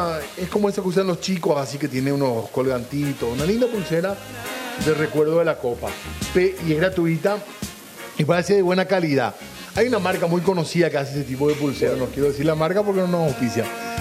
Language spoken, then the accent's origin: Spanish; Paraguay; Somos de Paraguay y tenemos muchas ganas que España le elimine a Francia.